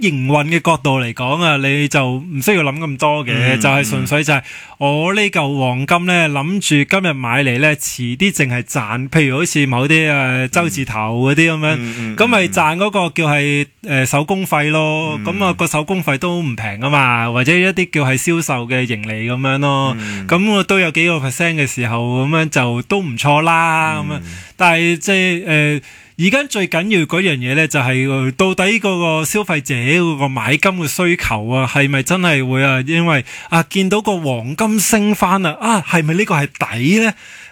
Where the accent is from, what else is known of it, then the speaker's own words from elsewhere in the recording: Hong Kong; 我哋香港人